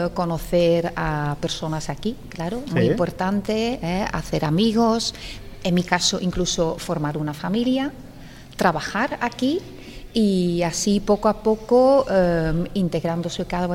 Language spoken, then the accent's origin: Spanish; Belgium; now in Granada, Spain; Digo, pues no me siento española. porque tengo la nacionalidad belga y al final donde uno haya nacido marca mucho también. Pero no me siento de fuera, me siento parte de aquí, me siento parte de la comunidad, me siento alfacina